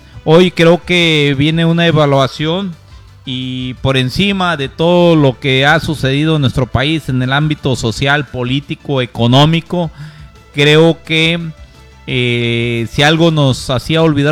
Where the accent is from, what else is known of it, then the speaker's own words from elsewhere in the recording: Mexico; Creo que como mexicanos no todos tenemos que ver que todas las derrotas sean malas.